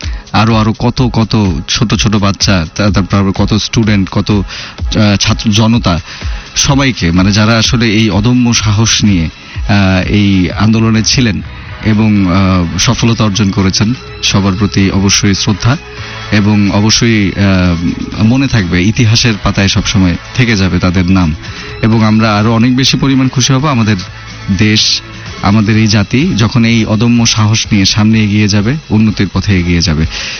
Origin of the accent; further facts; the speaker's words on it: Bangladesh; আমরা গর্ব নিয়ে বলি আমরা বাংলাদেশি এবং আমরা একটা সাহসী জাতি